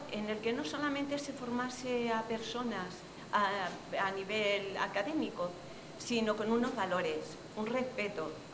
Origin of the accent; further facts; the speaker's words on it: Miguelturra, Castilla-La Mancha, Spain; transmitirle el amor a mi pueblo, que era su pueblo a la vez